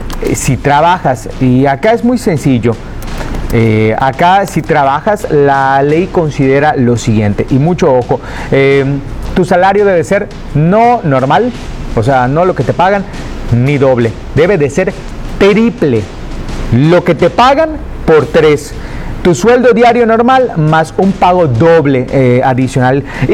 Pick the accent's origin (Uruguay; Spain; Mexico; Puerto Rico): Mexico; como mexicanos nos gusta agarrar la fiesta desde antes